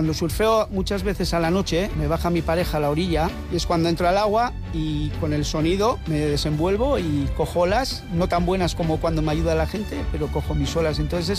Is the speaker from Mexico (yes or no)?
no; Zarautz, Basque Country, Spain; en mi pueblo Zarautz.